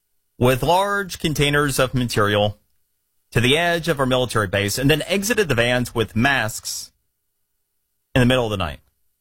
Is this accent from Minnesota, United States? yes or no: no; Florida, United States; in my home state of Florida?